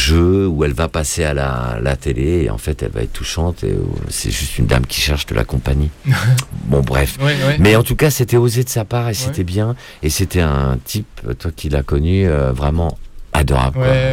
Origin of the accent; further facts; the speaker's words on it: Malakoff, Île-de-France, France; now in Les Lilas, France; Moi, j'ai grandi en banlieue, hein, je viens de Malakoff, j'ai grandi à. Voilà, et j'habite au Lila maintenant.